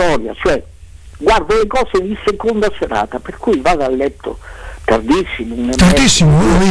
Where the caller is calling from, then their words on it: Recanati, Marche, Italy; io sono di Recanati